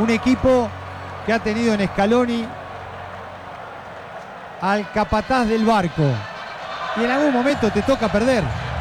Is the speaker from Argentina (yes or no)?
yes; Argentina; o que tenemos todos los argentinos